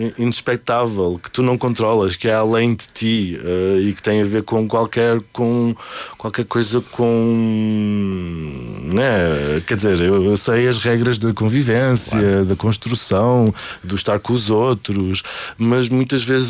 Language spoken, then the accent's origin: Portuguese; Azores, Portugal; essa é a primeira vez que eu saí dos Açores, assim, viajei internacionalmente, em que fiquei um ano fora da minha, ao longe da minha família